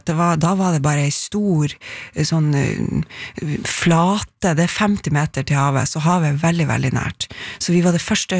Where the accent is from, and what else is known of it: Tverlandet, Nordland, Norway; born or raised there